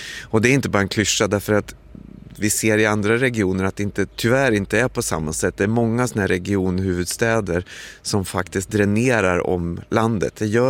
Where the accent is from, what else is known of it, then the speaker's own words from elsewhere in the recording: Linköping, Östergötland, Sweden; som Linköpingsbo och som politiker här